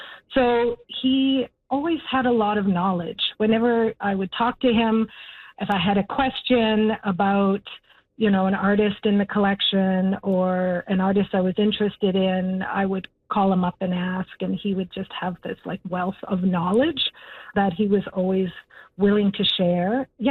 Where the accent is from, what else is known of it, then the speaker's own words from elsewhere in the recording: Young, Saskatchewan, Canada; Because I grew up in Young, I would go to Manitou Beach, you know, as a teenager to the all-night drive-in.